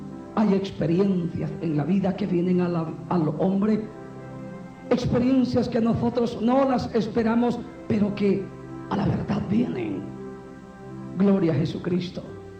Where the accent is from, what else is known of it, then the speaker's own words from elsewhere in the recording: San Agustín, Usulután, El Salvador; Soy de la República del Salvador, del departamento de Usulután. Nací en un pequeño pueblo llamado San Agustín, bajo el seno de una familia muy católico romana.